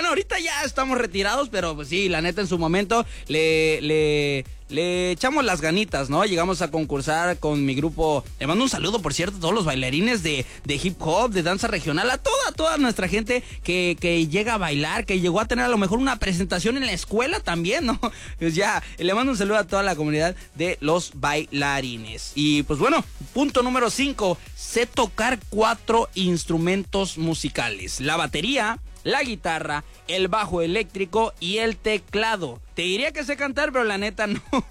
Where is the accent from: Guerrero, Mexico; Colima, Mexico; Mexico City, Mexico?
Guerrero, Mexico; Acapulco; Sí, aquí Acapulco, Guerrero, pero estamos ahí viviendo ahorita ahí por zona de hospitales.